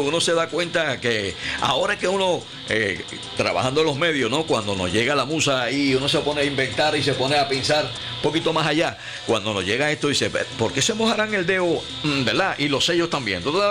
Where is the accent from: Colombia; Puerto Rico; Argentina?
Puerto Rico; Sabana Grande; also born or lived in Yauco; La gente de Sabana Grande, mi pueblo, la gente de Yauco, mi segundo pueblo